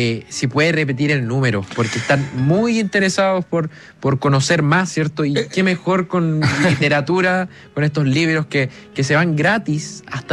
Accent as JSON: {"language": "Spanish", "town": "Santiago", "region": "Santiago Metropolitan", "country": "Chile", "said": "Soy de región, soy de Santiago"}